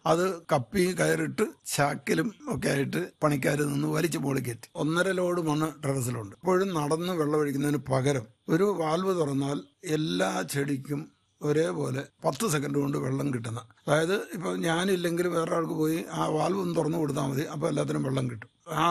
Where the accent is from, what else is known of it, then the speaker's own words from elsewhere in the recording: Pala, Kerala, India; now in Ernakulam, India; എന്റെ ചെറുപ്പത്തിൽ പാലായിലാണ്. ഞങ്ങൾ നല്ല കൃഷി കുടുംബത്തിൽ നിന്നാണ്. പഠിക്കാനും ജോലിക്കും ഒക്കെ ആയിട്ട് ഇന്ത്യ മുഴുവനും കറങ്ങി. വർഷങ്ങളായിട്ട് പാല വിട്ടെങ്കിലും